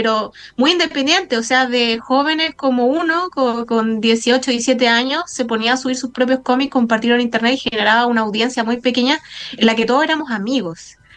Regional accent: Iquique, Tarapacá, Chile; moved away as an adult; now in Santiago, Chile; que yo soy de Iquique, pero viajé a Santiago a estudiar, empecé a contar estas anécdotas de lo que era ser una estudiante de provincia, que se va a vivir a Santiago

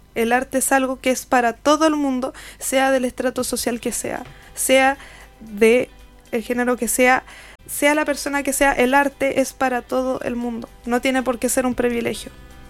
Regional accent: Calama, Antofagasta, Chile; now in La Serena, Chile; No, yo soy de Calama.

